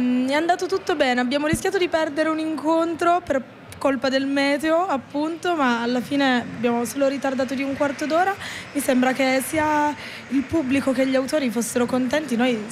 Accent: Turin, Piedmont, Italy; Io sono torinese, sì, studio lettere moderne a Palazzo Nuovo

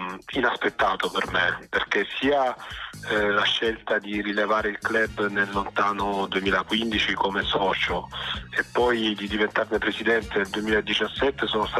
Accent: Apulia, Italy

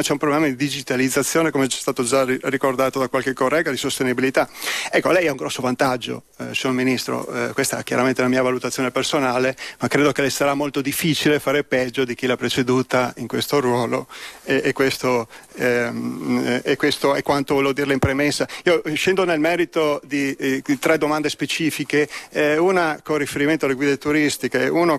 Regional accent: Veneto, Italy; io sono veneto, quindi conosco bene la situazione di Venezia

